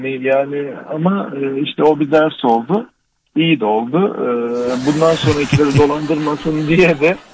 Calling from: Mersin, Turkey; Mersin'den.

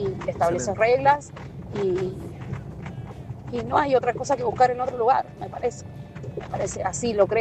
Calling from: Rivadavia, Argentina; de Rivadavia

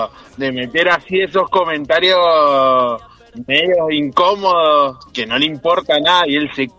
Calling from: Maipú, Argentina; pero yo vivo en Maipú.

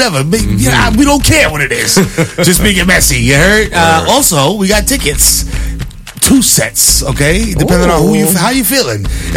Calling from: Ronkonkoma, New York, United States; I'm calling in from I'm calling in from Ronkonkoma.

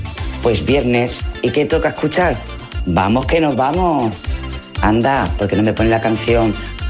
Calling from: Palma, Balearic Islands, Spain; de Palma de Mallorca.

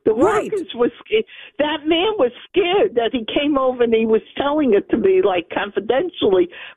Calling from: New York City, New York, United States; I live in Borough Park.

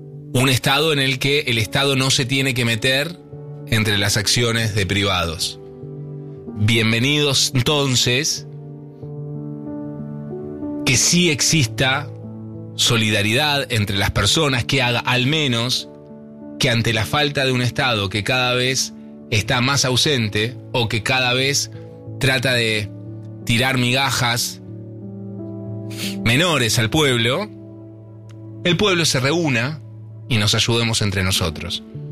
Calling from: Quilmes, Buenos Aires Province, Argentina; de Quilmes.

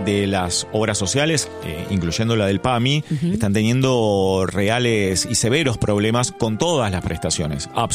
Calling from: Moreno, Buenos Aires Province, Argentina

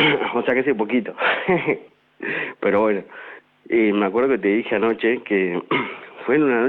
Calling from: Paraná, Entre Ríos, Argentina; Yo soy de Paraná

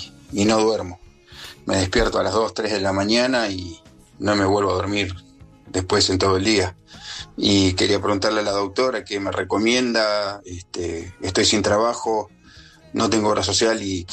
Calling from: Banfield, Buenos Aires Province, Argentina; soy de Banfield

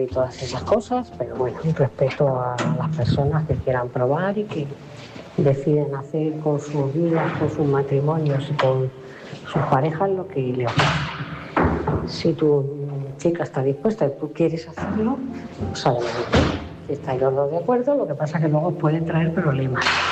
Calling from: Móstoles, Community of Madrid, Spain; de Móstoles.

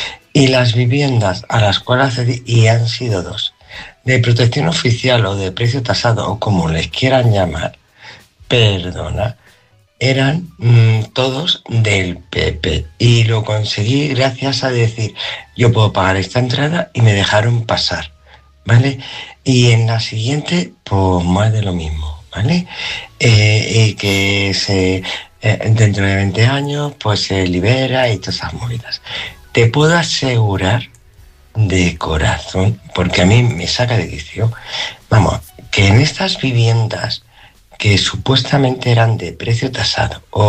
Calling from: Spain; yo, gracias a Dios, soy española.

